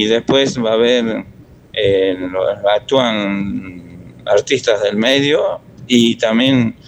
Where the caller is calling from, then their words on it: Concepción, Tucumán, Argentina; Y este domingo en nuestra ciudad se celebra el día de las agrupaciones gauchas.